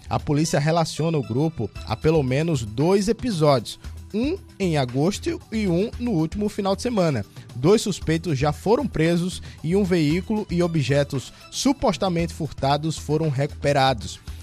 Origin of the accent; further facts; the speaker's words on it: Rio Largo, Alagoas, Brazil; now in Maceió, Brazil; minha terra natal, que é o Tinga Leão. Muitas pessoas que saem de Maceió, daqui do centro, do Farol, para poder votar lá na Utinga, que é um bairro lá do município de Rio Largo.